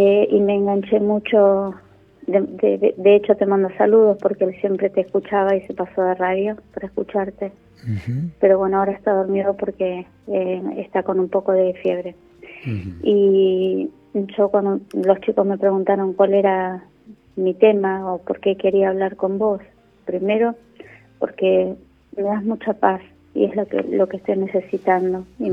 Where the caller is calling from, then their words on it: Chivilcoy, Buenos Aires Province, Argentina; de Chivilcoy.